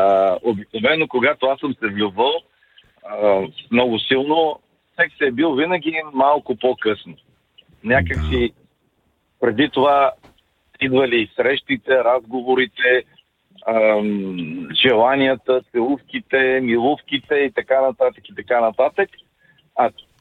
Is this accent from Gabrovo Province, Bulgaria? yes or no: yes; Gabrovo, Gabrovo Province, Bulgaria; съм от Габрово.